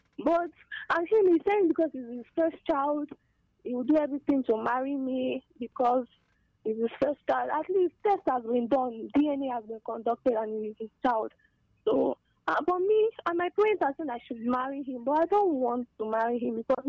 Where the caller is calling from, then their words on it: Udi, Enugu State, Nigeria; I'm calling from Udi.